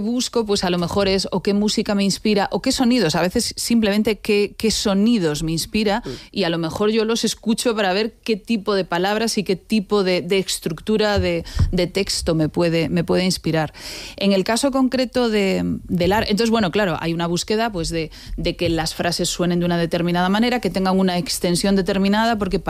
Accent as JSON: {"language": "Spanish", "town": "A Coruña", "region": "Galicia", "country": "Spain", "said": "Soy gallega de digámoslo, Coruña. Digámoslo, soy gallega. Gallega de A Coruña."}